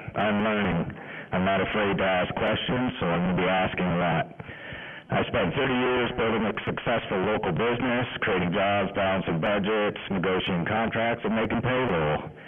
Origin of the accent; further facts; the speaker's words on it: Sarnia, Ontario, Canada; I was born and raised in Sarnia. I've lived here my whole life.